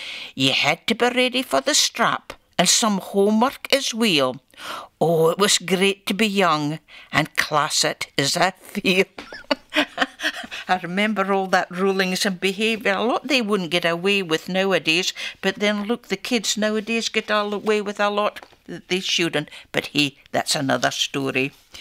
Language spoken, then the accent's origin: English; Buckie, Scotland, United Kingdom; if you lived in Bucky.